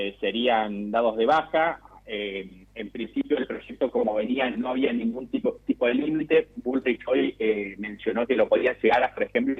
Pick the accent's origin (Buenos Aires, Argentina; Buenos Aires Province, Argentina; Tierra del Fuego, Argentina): Tierra del Fuego, Argentina; Nosotros venimos de una provincia, yo soy de Tierra del Fuego también, la única bicontinental con presencia en el territorio blanco